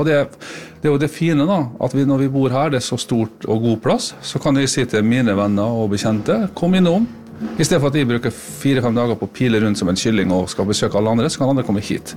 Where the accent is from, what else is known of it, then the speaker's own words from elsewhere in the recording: Molde, Møre og Romsdal, Norway; moved away; jeg kommer fra Molde og har hatt familie som har bodd her